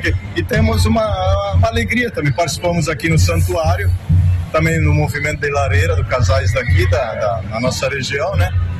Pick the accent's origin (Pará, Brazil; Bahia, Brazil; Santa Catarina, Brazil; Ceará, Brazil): Santa Catarina, Brazil; Timbó; a gente foi criado desde pequeno em Timbó, participava das comunidades